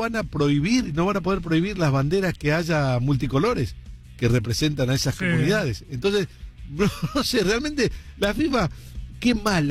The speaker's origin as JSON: {"language": "Spanish", "region": "Buenos Aires", "country": "Argentina", "said": "No, mi tierra, yo soy de Buenos Aires, ya dije, yo soy porteño."}